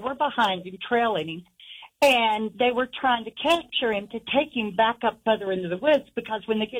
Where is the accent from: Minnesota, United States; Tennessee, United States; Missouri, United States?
Tennessee, United States; now in Sevierville, United States; because I grew up there.